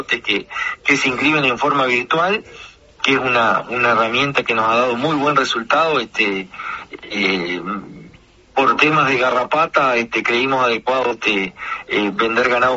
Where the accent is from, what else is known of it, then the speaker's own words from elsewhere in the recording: Illescas, Florida, Uruguay; nosotros con nuestras raíces familiares, también en Illesca, por el lado materno, creo que somos nacidos y criados en Illesca